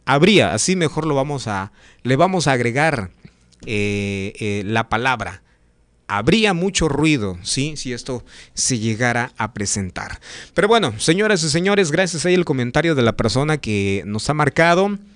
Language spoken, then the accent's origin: Spanish; Mexico